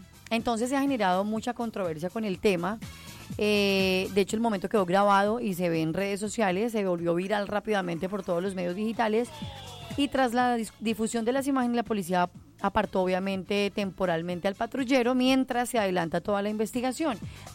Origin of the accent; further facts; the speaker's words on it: Bogotá, Colombia; now in Villavicencio, Colombia; somos bogotanos, okay. criados con ese frío. Y cuando uno se radica en otra ciudad, se acostumbra mucho al calor